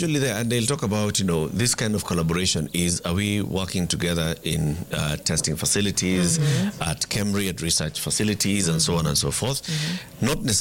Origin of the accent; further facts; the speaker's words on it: Kenya; Being a Kenyan right now, you have to have the mental capability to deal with the ignorance and cluelessness of government.